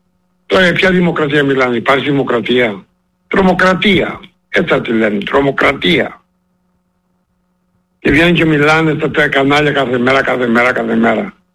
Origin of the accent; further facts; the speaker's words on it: Crete, Greece; στον τόπο που μεγαλώσα και περπάτησα, στο ιστορικό μας νησί που λέγεται Λεβεντογένα Κρήτη